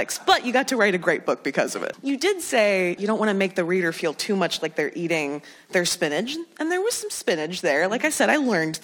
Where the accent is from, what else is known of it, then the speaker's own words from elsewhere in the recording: Florida, United States; I'm from Florida.